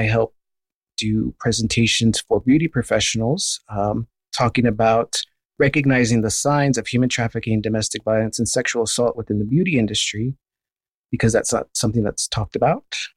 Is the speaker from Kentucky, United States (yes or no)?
no; Texas, United States; moved away as an adult; now in New Mexico, United States; I'm originally from Texas, and I moved to New Mexico in 2020.